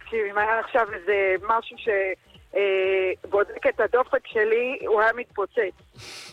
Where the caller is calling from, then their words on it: Holon, Tel Aviv District, Israel; מחולון. בת 49. אמא לארבעה ילדים, וסבתא לשני נכדים.